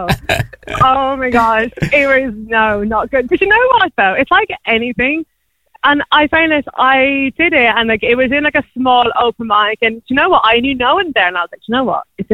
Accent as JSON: {"language": "English", "town": "Tullamore", "region": "Offaly", "country": "Ireland", "said": "So I'm from Tullamore myself, went to cigarette school, and I'm an actuary by trade."}